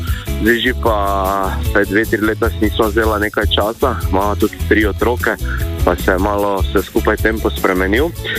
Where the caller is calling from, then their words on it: Maribor, Drava, Slovenia; Jaz sem iz Maribora.